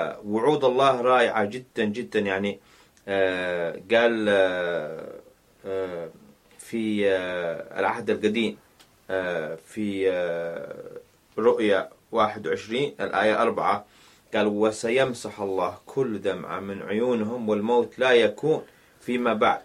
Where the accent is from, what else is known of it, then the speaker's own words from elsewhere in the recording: Yemen; أنا من اليمن